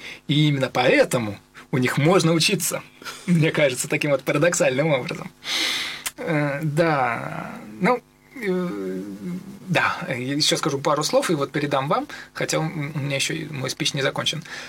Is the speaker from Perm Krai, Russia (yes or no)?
no; Saint Petersburg, Russia; Хотя с митьковской культурой я, как петербуржец, я знаком.